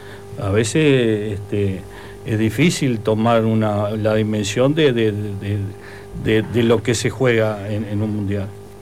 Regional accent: Uruguay; Como que aparte me dolió lo de Uruguay, obviamente, como uruguayo.

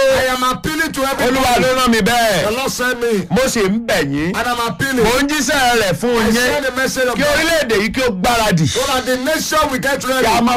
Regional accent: Nigeria; I grew up in Gambariere. I live in Balogu. In Mayaki.

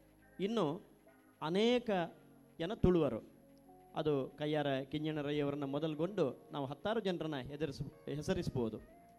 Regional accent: Mangalore, Karnataka, India; ನಾವು ಮಂಗಳೂರಿನವರು ಅಥವಾ ಕರಾವಳಿಯವರು

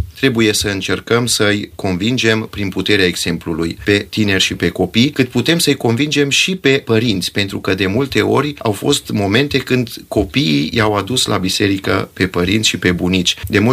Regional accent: Huedin, Cluj County, Romania; 10 ani de când sunt în parohia Huedin. Sunt născut în Huedin și părinții și bunicii îi am în Huedin, deci am crescut în Huedin. Mă simt acasă în parohia în care sunt.

